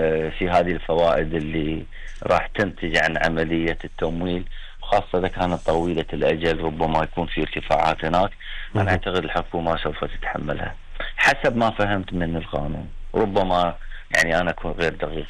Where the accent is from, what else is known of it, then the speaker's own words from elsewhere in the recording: Kuwait; والله البنوك عندنا بالكويت